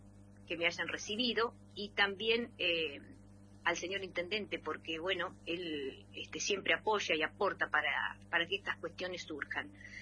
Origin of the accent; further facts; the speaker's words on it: Santa Rosa, La Pampa, Argentina; now in Ataliba Roca, Argentina; yo debía la visita a mi pueblo, es decir, yo soy santarroseña, pero hace más de 30 años que vivo en Ataliba Roca. Estamos a 45 kilómetros al sur de la ciudad capital.